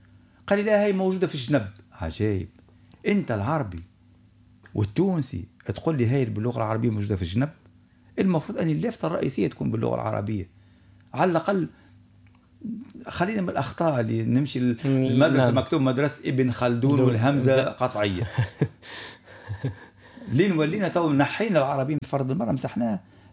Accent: Tunisia; عندنا في تونس

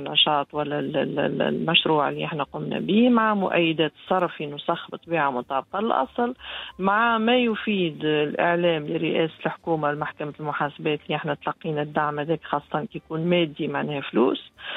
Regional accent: Tunisia

